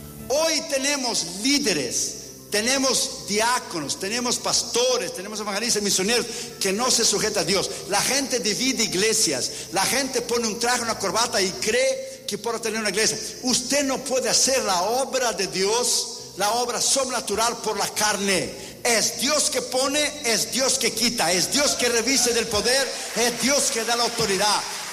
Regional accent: Brazil; moved away; yo soy de un tiempo, de la escuela dominical cuando era niño en Brasil.

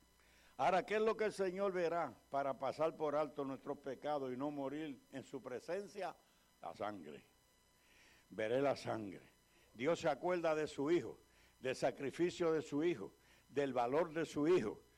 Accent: Cagua, Aragua, Venezuela; En mi barrio, porque yo soy de barrio, soy de Campo Alegre, de Cagua, y allí la gente vivía a base de dichos y de refranes

